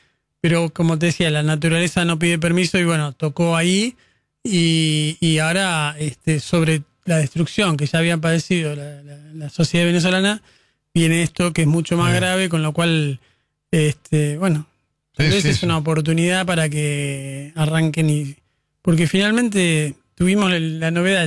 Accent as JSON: {"language": "Spanish", "country": "Argentina"}